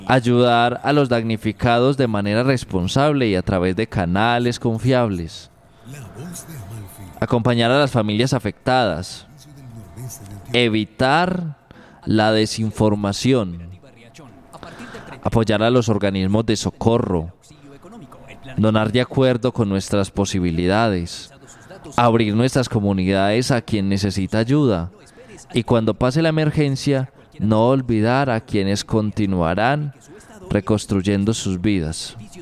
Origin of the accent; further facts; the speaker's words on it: Antioquia, Colombia; Hoy quiero dejar una pregunta especialmente para nosotros como antioqueños y como colombianos.